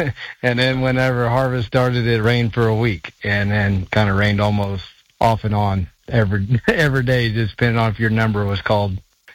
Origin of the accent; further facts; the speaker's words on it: North Dakota, United States; now in Kansas, United States; We're from North Dakota. We're currently cutting here at St. Francis.